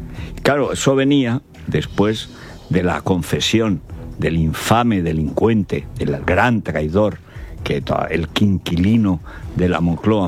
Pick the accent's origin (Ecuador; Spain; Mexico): Spain; Aragon